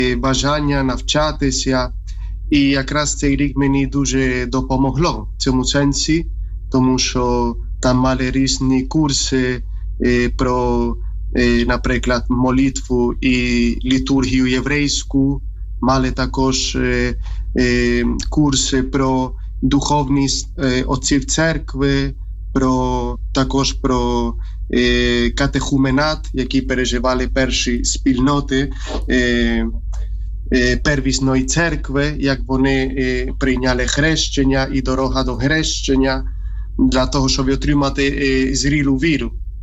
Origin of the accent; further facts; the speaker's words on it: Spain; Ukrainian is a second language; moved away as an adult; now in Ukraine; Я сам з Іспанії, приїхав в Україну в 11-му році в семінарії Redentoris Mater.